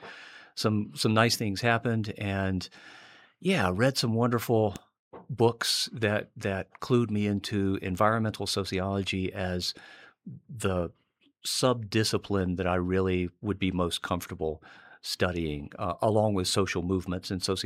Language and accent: English; North Carolina, United States; born there; I was born in North Carolina and have ended up moving, living all over the place.